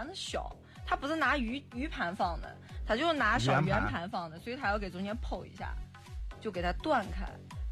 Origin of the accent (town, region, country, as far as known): Bengbu, Anhui, China